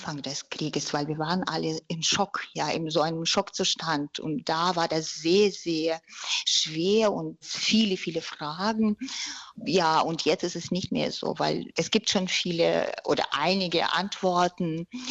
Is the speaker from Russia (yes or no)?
yes; Russia; Also wie gesagt, ich komme selbst aus Russland und mein Vater ist Ukrainer